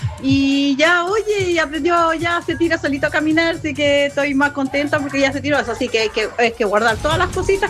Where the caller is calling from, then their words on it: Concón, Valparaíso, Chile; Hola, Karinita. … de Concón.